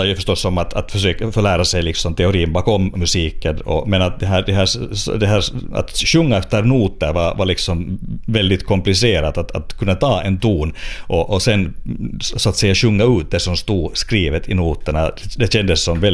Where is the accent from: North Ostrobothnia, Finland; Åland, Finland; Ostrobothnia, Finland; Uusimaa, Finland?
Uusimaa, Finland; Espoo; also born or lived in Helsinki; jag är född i Helsingfors och sen 5-åring har jag bott i Esbo i Matby, som då var ett väldigt nytt höghusområde som det där blev vårt hem och gick i skola sen där.